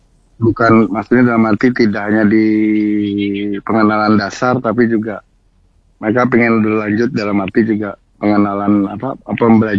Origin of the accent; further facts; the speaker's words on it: Semarang, Central Java, Indonesia; misalkan saya dari Semarang, contoh waktu saya dipanggil untuk membantu menerjemahkan di Cirebon, saya ngomong gitu, ini saya yang pakai, ini saya gunakan budaya budaya kota Semarang, bahasa isyaratnya.